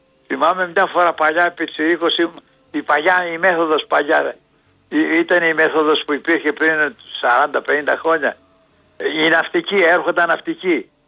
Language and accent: Greek; Athens, Attica, Greece; και εγώ είμαι Αθηναίος